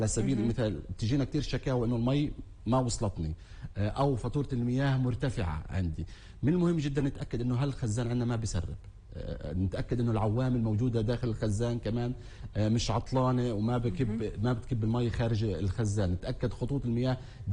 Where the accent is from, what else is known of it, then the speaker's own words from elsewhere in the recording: Palestine; للأسف احنا كفلسطينيين بشكل عام الاحتلال، وبديش أحط دائما الاحتلال شماعة على كل الأمور